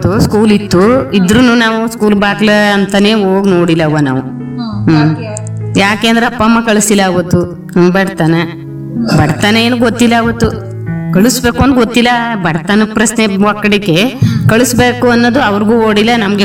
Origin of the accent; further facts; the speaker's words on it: Tatakere, Karnataka, India; ತಟಕೆರೆಯಿಂದ ಬಂದೀವಿ.